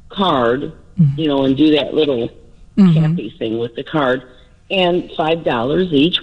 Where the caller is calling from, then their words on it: Chicago, Illinois, United States; I'm right here in Chicago.